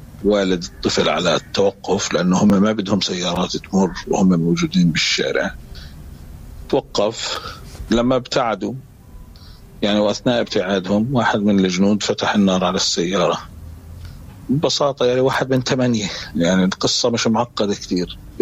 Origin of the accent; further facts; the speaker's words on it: Palestine; نحن كفلسطينيين